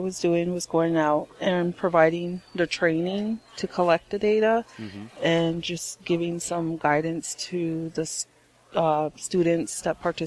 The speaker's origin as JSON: {"language": "English", "area": "Pine Ridge Indian Reservation", "region": "South Dakota", "country": "United States", "tie": "born there", "lives_now": "Rapid City, United States", "said": "I am from the Oglala Sioux Tribe, which is the Pine Ridge Indian Reservation."}